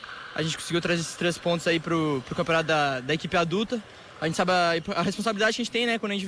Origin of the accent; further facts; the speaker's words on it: Pelotas, Rio Grande do Sul, Brazil; moved away; eu sou natural de Pelotas também, que é o time que a gente tá jogando hoje de lá. Sou de lá, mas já tô há 4 anos aqui na CBF, desde 2023.